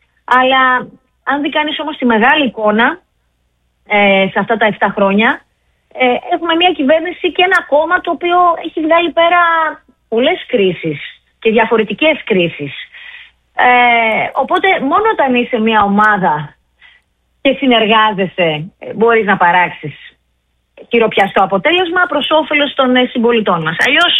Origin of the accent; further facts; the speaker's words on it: Grevena, Western Macedonia, Greece; στην περιοχή των Γρεβενών, για παράδειγμα, που είναι το χωριό μου